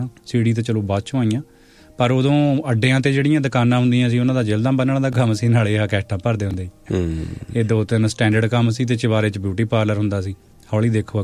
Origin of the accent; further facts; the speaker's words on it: Narangwal, Punjab, India; ਹਾਂ ਮੇਰਾ ਪਿੰਡ ਨਾਰੰਗਵਾਲ ਕਿਉਂਕਿ ਸਾਡੇ ਪਿੰਡ ਤੋਂ 4 ਕਿਲੋਮੀਟਰ ਸਾਡਾ ਸਕੂਲ 8ਵੀਂ ਤੱਕ ਸੀ